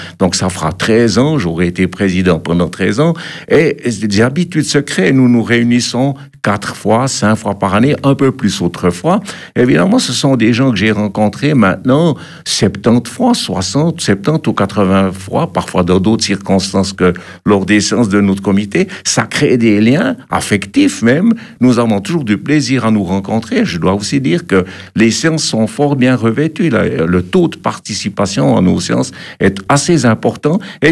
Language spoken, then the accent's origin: French; La Ferrière, Bern, Switzerland; moved away as an adult; also born or lived in Tramelan / Neuchâtel canton; now in La Neuveville, Switzerland; je suis profondément attaché au Jura bernois. Je suis né à La Ferrière, donc à l'extrême ouest de cette région. J'ai vécu au Reussy, un hameau de la commune de Tramelan. Et puis ensuite, j'ai connu un interben neuchâtelois qui a duré un quart de siècle.